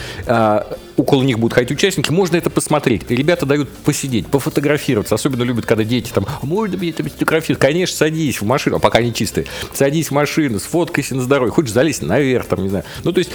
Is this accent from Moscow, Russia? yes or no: yes; Moscow, Russia; born there; moved away as an adult; now in Vladimir Oblast, Russia